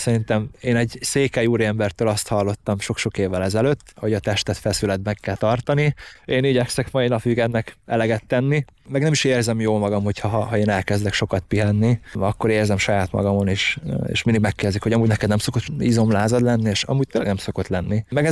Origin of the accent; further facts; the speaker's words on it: Hungary; ott egyedüli magyarként voltam jelen